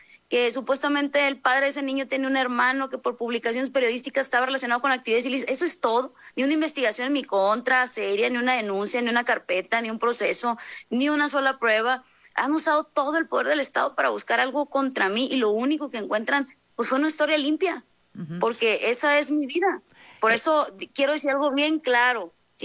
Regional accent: Sinaloa, Mexico; pues soy norteña, soy sinaloense

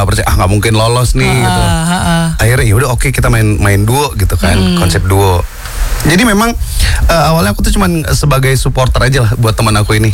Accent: Balikpapan, East Kalimantan, Indonesia; Sedangkan aku sendiri nih dari Balikpapan.

